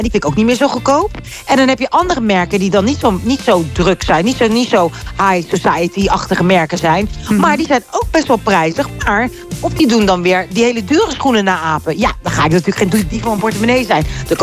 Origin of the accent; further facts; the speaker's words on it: Netherlands; moved away as an adult; also born or lived in England; now in Curaçao; Ik ben geboren in Nederland. Ik ben op de school geweest in Nederland.